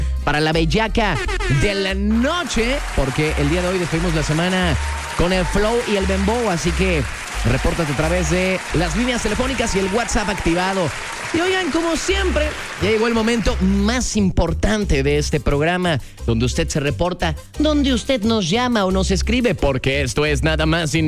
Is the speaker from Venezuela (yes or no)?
no; Mexico